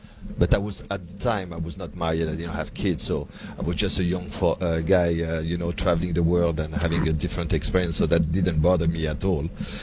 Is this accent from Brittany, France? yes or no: no; Lyon, Auvergne-Rhône-Alpes, France; born there; English is a second language; So I'm from Lyon in France. That's where I was born.